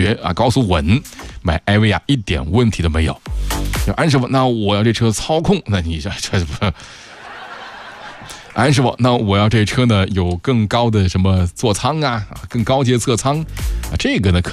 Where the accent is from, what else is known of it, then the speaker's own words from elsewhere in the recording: Hulunbuir, Inner Mongolia, China; 因为我老家以前叫做呼伦贝尔盟，后来改盟改市就变成了呼伦贝尔市